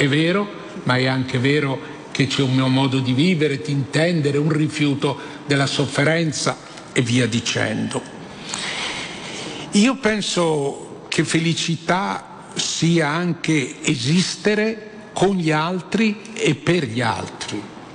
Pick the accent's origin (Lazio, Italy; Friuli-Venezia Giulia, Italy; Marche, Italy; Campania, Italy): Lazio, Italy; Rome; da romano, tu sei di Torino, da romano a torinese